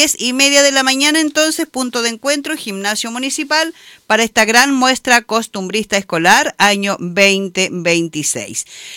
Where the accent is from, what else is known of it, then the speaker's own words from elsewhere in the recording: Melinca, Aysén, Chile; eso nos enorgullece también como melincanas, como guaitequeros